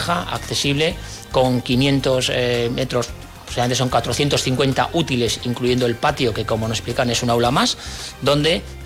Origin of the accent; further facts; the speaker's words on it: La Rioja, Spain; junto con el resto de los riojanos